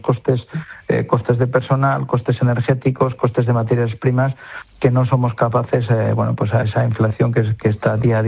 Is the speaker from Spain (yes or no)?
yes; Spain